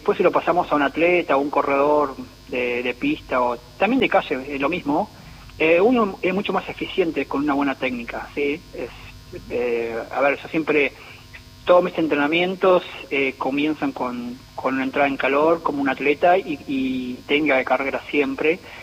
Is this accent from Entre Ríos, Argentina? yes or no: yes; Entre Ríos, Argentina; Villaguay, que está cerca de mi pueblo.